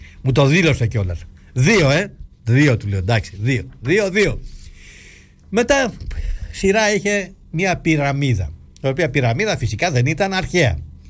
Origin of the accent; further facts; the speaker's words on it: Greece; Εξήγησα όμως στον νεαρό φρουρό πως ερχόμαστε από την Ελλάδα